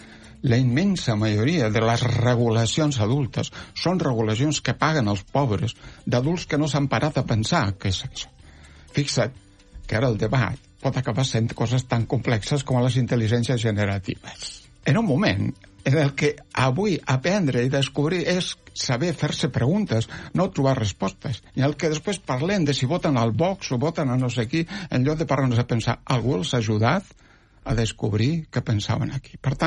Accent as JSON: {"language": "Catalan", "region": "Catalonia", "country": "Spain", "said": "jo sóc un quinqui del Baix Llobregat."}